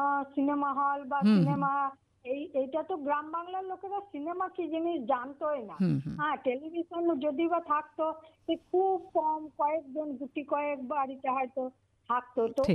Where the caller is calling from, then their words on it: Bolpur, West Bengal, India; আমি বোলপুর বীরভূম থেকে